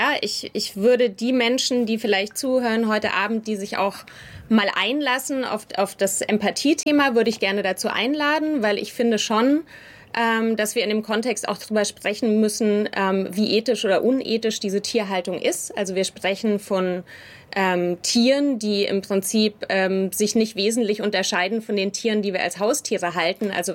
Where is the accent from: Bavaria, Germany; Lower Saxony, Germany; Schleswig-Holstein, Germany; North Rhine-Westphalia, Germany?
Bavaria, Germany; Ich selbst bin auch mit Fleisch groß geworden. Ich bin in Bayern aufgewachsen.